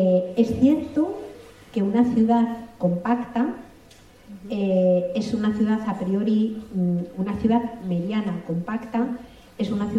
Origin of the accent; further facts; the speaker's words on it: Madrid, Community of Madrid, Spain; yo soy madrileña